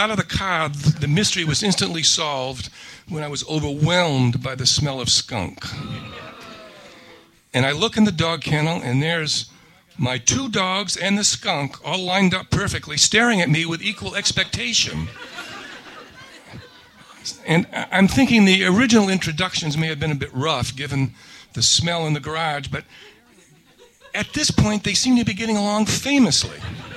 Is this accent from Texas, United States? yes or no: no; Newbury, Vermont, United States; So I'm from Newbury, Vermont, which is a little village over on the Connecticut River.